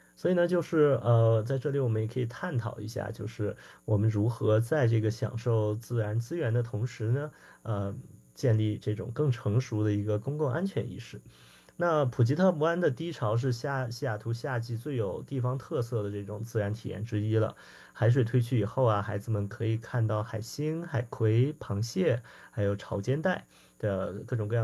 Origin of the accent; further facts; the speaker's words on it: China; now in Seattle, United States; 我们中国人